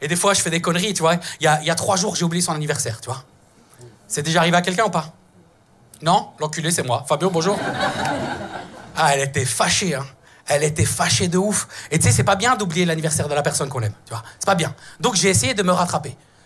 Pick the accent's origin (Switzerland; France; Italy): Italy; Moi, je croyais en cette belle phrase, tu vois, je suis italien, hyper romantique